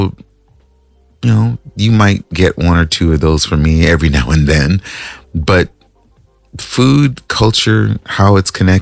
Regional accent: California, United States; moved away; also born or lived in Minnesota; I'm from California, y'all. I'm from Cali, but I've been away.

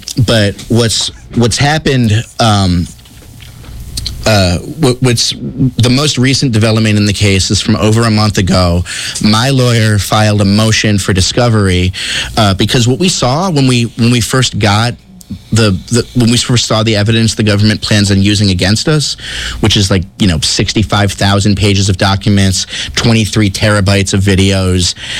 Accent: Baltimore, Maryland, United States; now in Minneapolis, United States; my hometown of Baltimore

